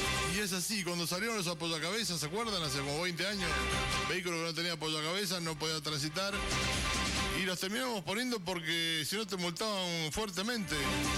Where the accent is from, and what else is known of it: Argentina